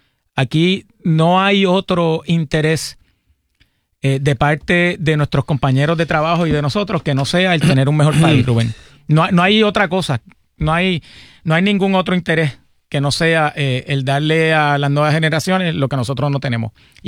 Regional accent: Arecibo, Puerto Rico; Recuerda, yo soy de Arecibo. Así que...

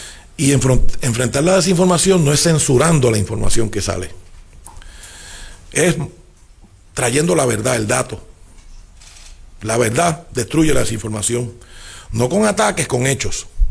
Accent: Puerto Rico

